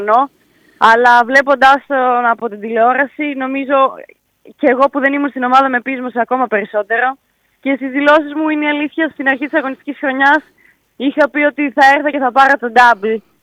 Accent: Agrinio, Western Greece, Greece; μέσα στο σπίτι μου, στην πόλη μου, εδώ που μεγάλωσα

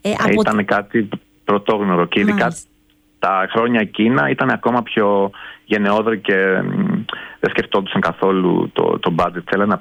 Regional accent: Greece; moved away as an adult; also born or lived in London, United Kingdom; όταν τους έλεγα ότι είμαι από την Ελλάδα

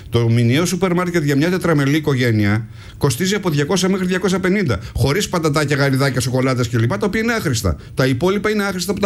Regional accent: Livadi, Greece; μέσα στο χωριό μου, στο Λιβάδι

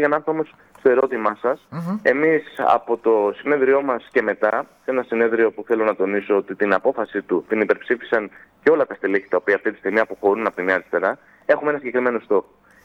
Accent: Rhodes, South Aegean, Greece; και εγώ κατάγομαι από τη Ρόδο

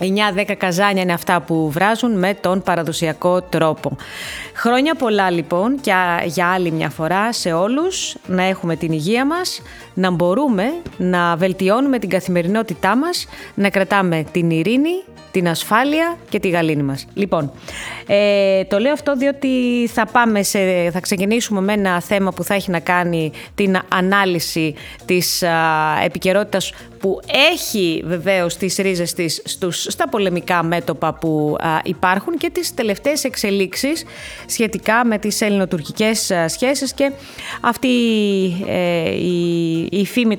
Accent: Polyanthos, Eastern Macedonia and Thrace, Greece; Να ξεκινήσω από το χωριό μου, από τον Πολύανθο.

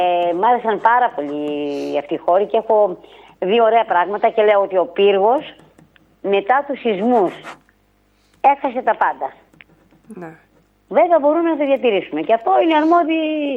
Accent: Pyrgos, Western Greece, Greece; είμαι πυριώτησα και το έχω αποδείξει.

